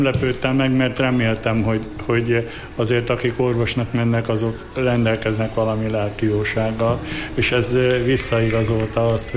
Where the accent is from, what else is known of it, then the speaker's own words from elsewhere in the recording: Kisléta, Szabolcs-Szatmár-Bereg, Hungary; now in Debrecen, Hungary; én egy szabolcsi faluból származom, Kislétáról, aminek közös lelkésze van Kálósemjén meg Nyírbogát között